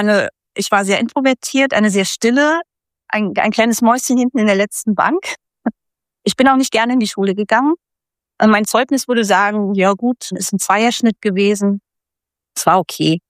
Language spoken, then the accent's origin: German; Berlin, Germany; Ich bin in Berlin groß geworden, ja, mittendrin.